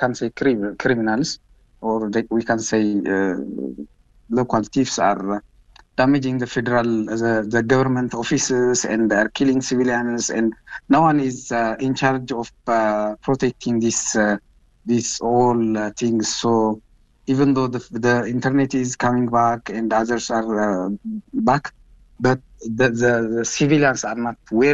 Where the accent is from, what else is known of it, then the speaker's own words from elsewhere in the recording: Mekelle, Tigray, Ethiopia; from Mogale.